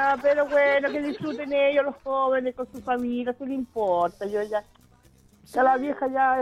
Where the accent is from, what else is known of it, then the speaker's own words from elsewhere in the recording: El Tambo, O'Higgins, Chile; moved away as an adult; now in Angostura, Chile; yo me crié en el Tambo, nací en el Tambo.